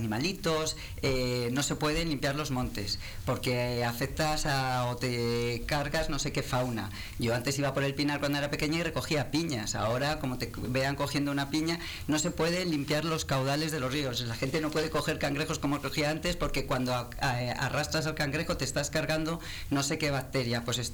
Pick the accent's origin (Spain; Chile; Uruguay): Spain; porque en definitiva todos somos españoles y las administraciones están ahí para eso, para ayudarse.